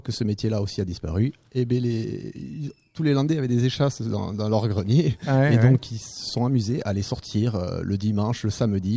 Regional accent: Saint-Vincent-de-Tyrosse, Nouvelle-Aquitaine, France; also born or lived in Bayonne / Seignosse; je suis né à Bayonne, mais j'étais de Saint-Vincent-Tyrosse et j'ai habité Seignos quelques années.

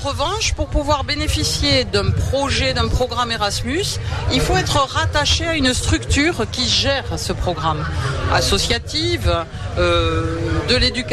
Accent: France; Bon, nous, on est français, il y en a un peu partout

